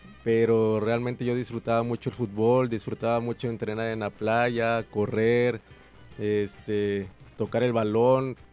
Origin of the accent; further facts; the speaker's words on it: Acapulco, Guerrero, Mexico; yo soy 100% acapulqueño, nací aquí en Acapulco y bueno, pues mi mamá me dio vida el 15 de febrero de 1997.